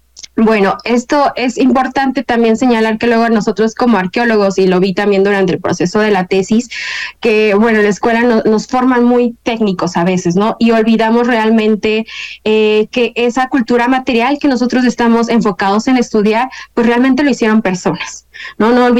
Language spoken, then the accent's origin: Spanish; Oaxaca, Mexico; Soy oaxaqueña, nací y crecí en la ciudad de Oaxaca. Por parte de mi papá, pues sí, son de los valles, realmente yo creo que ellos ya no hablaron el zapoteco